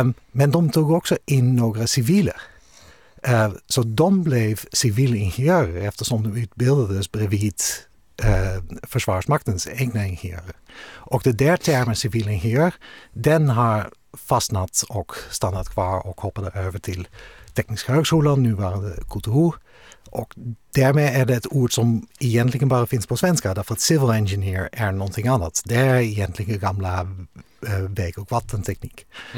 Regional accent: Netherlands; Swedish is a second language; moved away; Förlåt, jag är holländare, så säg det på engelska.

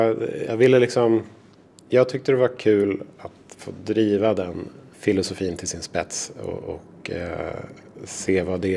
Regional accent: Sweden; moved away as an adult; jag var en kortfilmare från Sverige.

